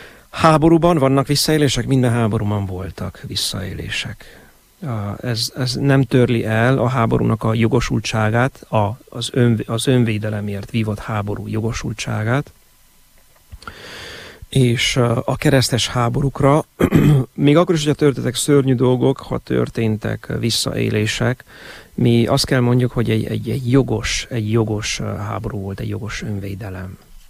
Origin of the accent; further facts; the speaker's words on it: Oradea, Bihor, Romania; Hát én, mint nagyváradi